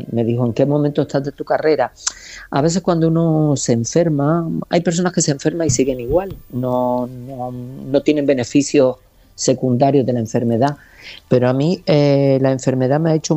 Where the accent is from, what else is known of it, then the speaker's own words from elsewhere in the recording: Canary Islands, Spain; now in Madrid, Spain; Y en mi tierra siempre es un orgullo y una maravilla.